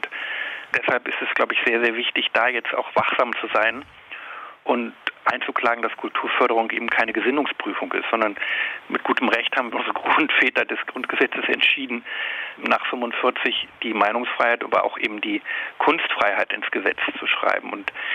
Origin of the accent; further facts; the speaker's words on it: Worpswede, Lower Saxony, Germany; Also ich komme ja aus der Nähe. Ich bin ja gebürtiger Wopsweder